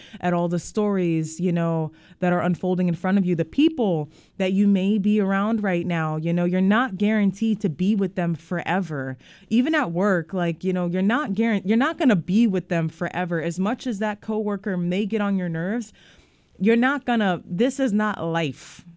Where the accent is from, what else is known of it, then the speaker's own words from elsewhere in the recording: Mannheim, Baden-Württemberg, Germany; moved away; you're in my hometown. Willkommen zu Mannheim.